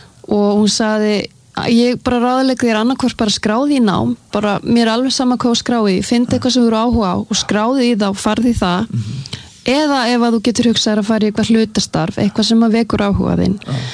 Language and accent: Icelandic; Sweden; born or raised there